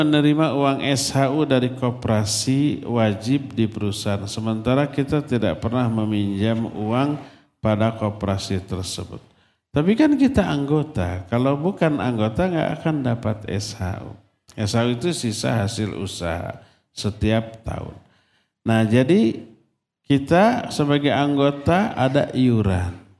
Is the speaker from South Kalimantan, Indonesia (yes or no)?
no; Selacau, West Java, Indonesia; di desa saya itu ada Selacau, nyebrang sungai itu Cipatik atau Citapen gitu.